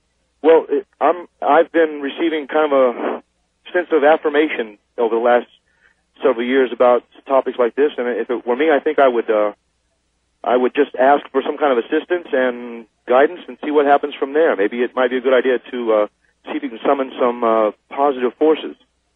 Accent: Fort Lauderdale, Florida, United States; from Fort Lauderdale.

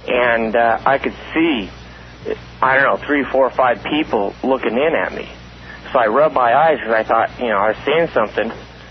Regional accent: Pahrump, Nevada, United States; born there; now in Las Vegas, United States; Yeah, I used to play football out there in Pahrump. I graduated in 82.

